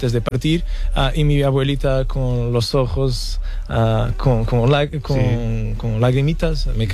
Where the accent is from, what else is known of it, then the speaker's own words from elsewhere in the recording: Portimão, Algarve, Portugal; Spanish is a second language; also born or lived in Lisbon, Portugal / United Kingdom; Yo soy de Portimão. Y para hacer lo que quiero tuve que ir para Lisboa. Pero cuando yo fui a estudiar en la universidad, sí, me fui para Reino Unido también.